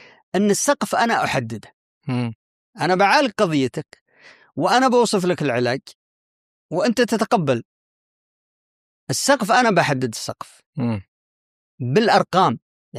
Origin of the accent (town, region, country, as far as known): Yemen